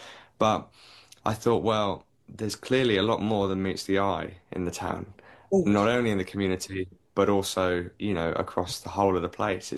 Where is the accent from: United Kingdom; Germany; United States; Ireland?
United Kingdom; Chichester, South East England; also born or lived in London; I'm a cinematographer and director from the south of England in Sussex. I grew up around Chichester, notably not a steel community